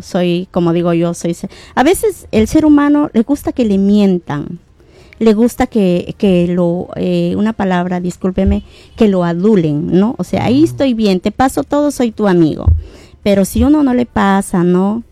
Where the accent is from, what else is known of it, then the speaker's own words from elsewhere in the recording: Ayabaca, Piura, Peru; yo soy ayabaquina del Alto Piura